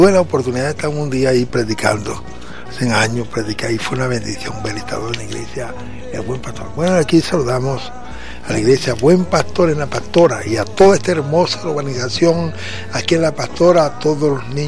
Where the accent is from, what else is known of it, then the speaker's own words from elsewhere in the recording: Venezuela; yo no me voy de mi pueblo. Este es mi pueblo